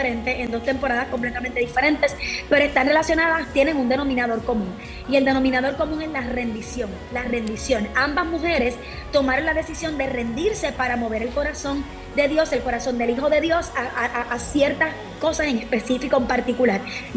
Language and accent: Spanish; Puerto Rico; soy natural de Puerto Rico. Estoy ahora mismo en Puerto Rico, pero soy natural puertorriqueña. Soy nacida y criada en el Evangelio.